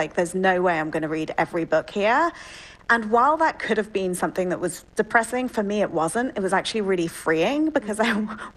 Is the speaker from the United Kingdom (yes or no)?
yes; United Kingdom; I'm British, so in the UK, you want to be 18 so you can go and have a drink.